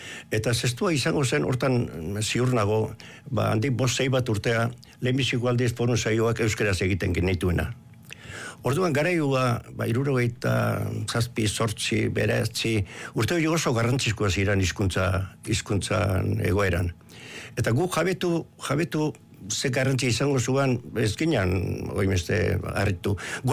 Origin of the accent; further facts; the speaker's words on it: Basque Country, Spain; euskeran egoera ikusita guk nola euskalduna ginen, ba euskeraz egitea proposatu gendun